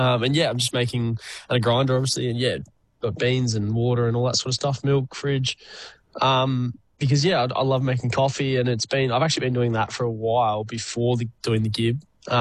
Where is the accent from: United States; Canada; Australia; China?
Australia; Victoria; I'm from Victoria, so, yeah, back home there eventually.